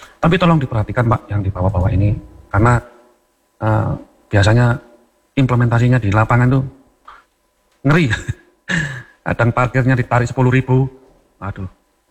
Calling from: Malang, East Java, Indonesia; saya sebagai warga Malang

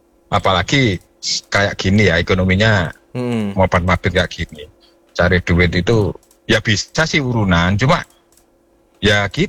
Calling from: East Java, Indonesia

